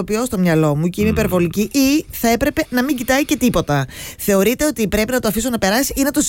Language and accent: Greek; Central Macedonia, Greece; also born or lived in Crete; είμαι και από τη Χαλκιδική.